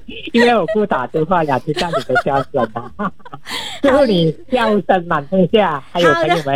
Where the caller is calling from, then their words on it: Johor, Malaysia; 我是来自柔佛的